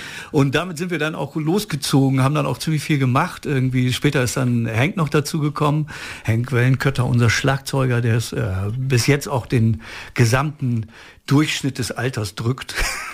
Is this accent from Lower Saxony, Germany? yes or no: yes; Werlte, Lower Saxony, Germany; born there; moved away as an adult; now in Osnabrück, Germany; Ich bin in den 80er Jahren nach Osnabrück gekommen. Ich komme aus dem Emsland, gebürtig aus Werlt.